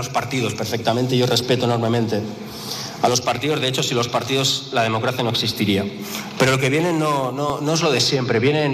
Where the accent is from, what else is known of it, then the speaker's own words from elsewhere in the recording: Catalonia, Spain; Yo soy catalán, yo soy independentista, yo soy republicano. Y Cataluña vota diferente.